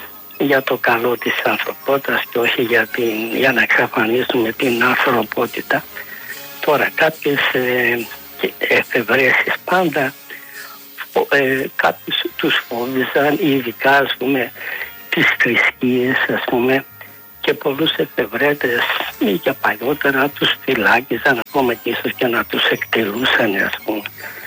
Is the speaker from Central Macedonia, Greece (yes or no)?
yes; Central Macedonia, Greece; το χωριό μου από την Αριδαία είναι 6 χιλιόμετρα.